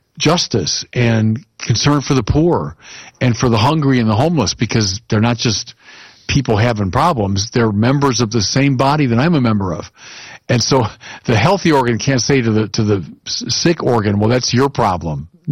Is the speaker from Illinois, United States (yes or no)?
yes; Illinois, United States; he's from my home state of Illinois